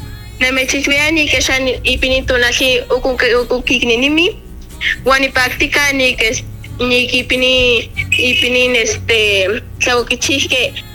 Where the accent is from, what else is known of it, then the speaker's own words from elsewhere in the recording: Xilocuautla, Hidalgo, Mexico; tengo 20 años y soy originaria de Xilocuautla.